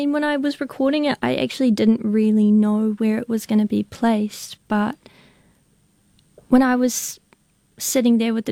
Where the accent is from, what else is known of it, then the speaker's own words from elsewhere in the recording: Christchurch, Canterbury, New Zealand; So I've got my hometown show in Christchurch